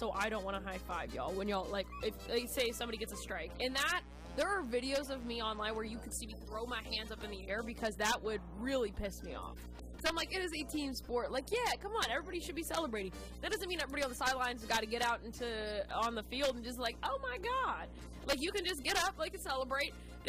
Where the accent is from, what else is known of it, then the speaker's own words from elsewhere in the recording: Texas, United States; But I'm an only child. I'm from Texas. I got that, like, strong Texas, like, you know, personality.